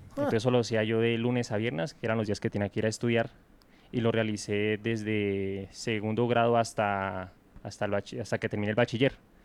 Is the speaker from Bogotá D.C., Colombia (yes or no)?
no; La Calera, Cundinamarca, Colombia; also born or lived in Chía; yo nací en Chía, pero me crié en La Calera, Cundinamarca.